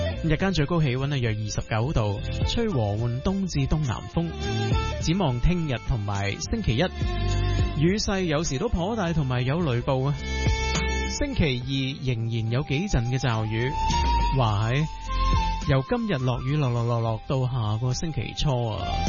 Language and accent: Cantonese; Hong Kong; 身为香港人啦